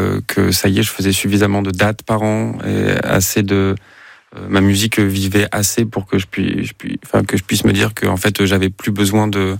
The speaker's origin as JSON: {"language": "French", "town": "Alpe d'Huez", "region": "Auvergne-Rhône-Alpes", "country": "France", "said": "En plus, moi, je suis donc de l'Alpe d'Huez, donc ma mère habite pas très loin d'Aix-les-Bains"}